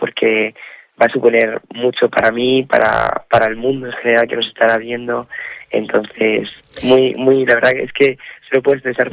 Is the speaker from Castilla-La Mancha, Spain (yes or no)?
yes; Albacete, Castilla-La Mancha, Spain